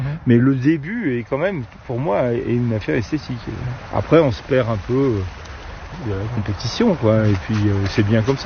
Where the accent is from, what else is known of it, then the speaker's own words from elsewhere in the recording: Grenoble, Auvergne-Rhône-Alpes, France; born there; je suis de Grenoble et ma mère m'emmenait souvent, très jeune, en marché.